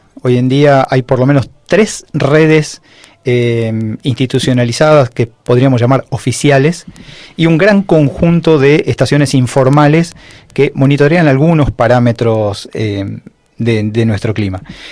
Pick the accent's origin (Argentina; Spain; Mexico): Argentina; Somos Argentina y eso significa que experimentamos vaivenes